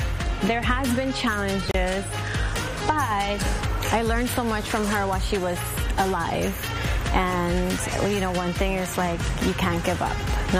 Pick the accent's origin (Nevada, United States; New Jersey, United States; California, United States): California, United States; Los Angeles; My parents are from Mexico, from Puebla, and I grew up here in South Central, born and raised.